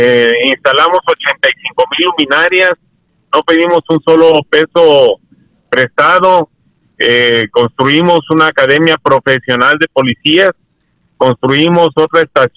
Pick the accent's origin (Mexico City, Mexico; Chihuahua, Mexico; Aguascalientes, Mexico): Chihuahua, Mexico; Ciudad Juárez; Benito Juárez, llevamos su nombre en nuestra propia ciudad.